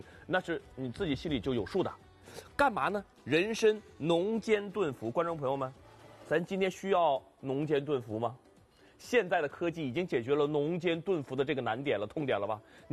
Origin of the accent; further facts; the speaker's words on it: Heilongjiang, China; 不要以为我们东北人就全都能吃到参